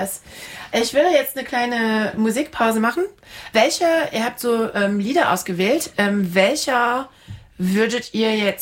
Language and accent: German; France; German is a second language; also born or lived in Leipzig, Germany / Göttingen, Germany; Leute fragen sich immer, beziehungsweise Leute aus dem Rugby-Welt in Frankreich, wo ich herkomme, wo sie mir sagen, wieso kennst du Leute aus quasi überall in Deutschland